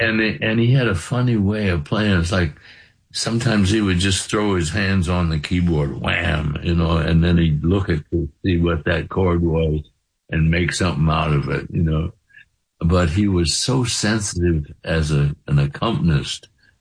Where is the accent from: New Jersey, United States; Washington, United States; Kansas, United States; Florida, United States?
Washington, United States; Kirkland; where I grew up in Kirkland, Washington.